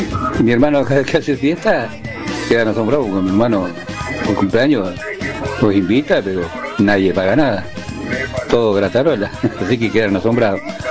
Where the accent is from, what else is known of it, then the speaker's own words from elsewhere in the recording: Pilar, Buenos Aires Province, Argentina; Buen día, Fermacini. … de Pilar.